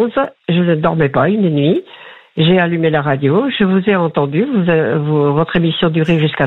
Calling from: Paris, Île-de-France, France; Je suis à Paris, métro Gambetta.

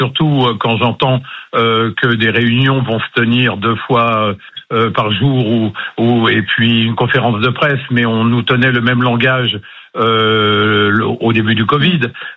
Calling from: Landes, Nouvelle-Aquitaine, France; Je vous appelle des Landes.

